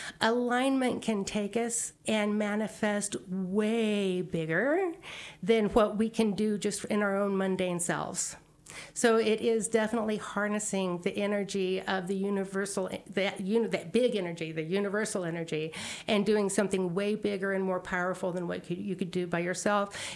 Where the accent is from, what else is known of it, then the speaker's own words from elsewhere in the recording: New Mexico, United States; moved away; And I'm from New Mexico.